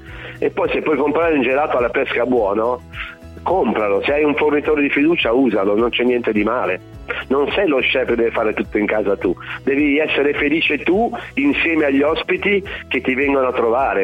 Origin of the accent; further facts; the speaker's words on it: Veneto, Italy; Ora, noi siamo veneti, quindi vi lascio immaginare il perché del vino.